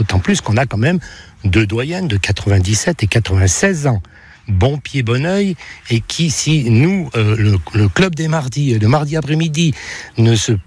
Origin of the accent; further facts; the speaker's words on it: La Mure, Auvergne-Rhône-Alpes, France; Alors, c'est vrai que je suis plutôt natif de la Mure